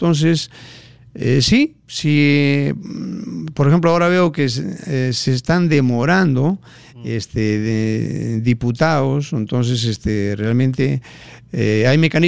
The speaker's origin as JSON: {"language": "Spanish", "town": "Chota", "region": "Cajamarca", "country": "Peru", "tie": "born or raised there", "said": "mi tierra natal, Chota"}